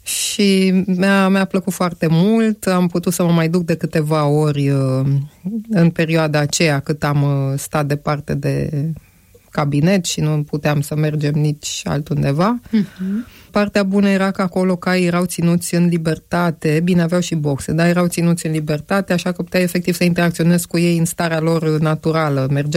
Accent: Bucharest, Romania; Da, m-am născut și am crescut în București.

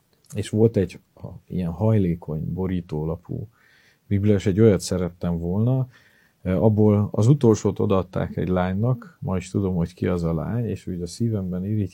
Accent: Miercurea Nirajului, Mureș County, Romania; A nyáredszeredai gyülekezetben nőttem fel

